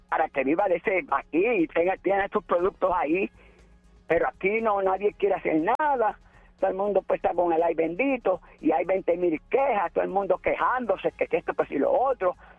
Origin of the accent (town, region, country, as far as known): Puerto Rico